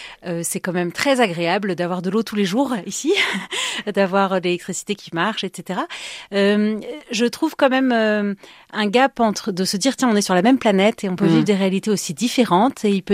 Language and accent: French; Marseille, Provence-Alpes-Côte d'Azur, France; moved away as an adult; also born or lived in Paris; now in Bethlehem, Palestine; Après avoir grandi à Marseille, j'ai été prof à Paris